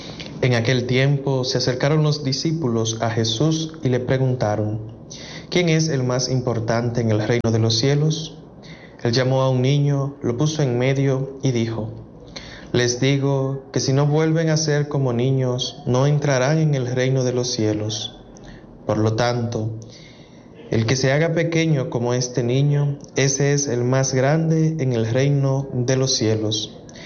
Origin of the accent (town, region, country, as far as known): Dominican Republic